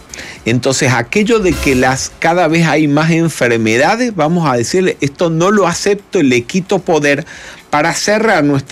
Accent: Córdoba, Argentina; moved away as an adult; also born or lived in Rome; now in Buenos Aires, Argentina; mi ciudad natal. Yo soy nacido en Argentina, pero en la ciudad de Córdoba. Aunque hoy en día estoy residenciado un poco entre Buenos Aires y Roma, en Italia.

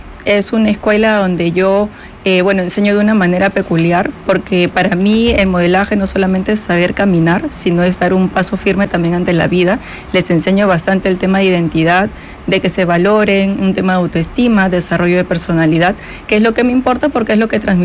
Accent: Lima, Peru; also born or lived in Chincha; Bueno, yo nací en Chincha, mi papá es del Carmen, él es carmelitano. Pero yo me crio en Lima hasta los 18 años

